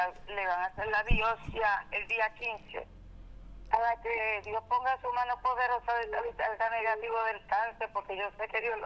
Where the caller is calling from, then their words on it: Loíza, Puerto Rico; Yo soy de Loíza. Y yo le creo a mi Cristo, porque yo creo en Dios.